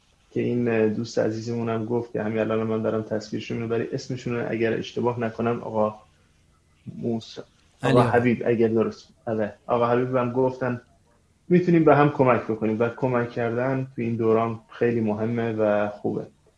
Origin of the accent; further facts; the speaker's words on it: Iran; moved away; من طولانی که دور از ایرانم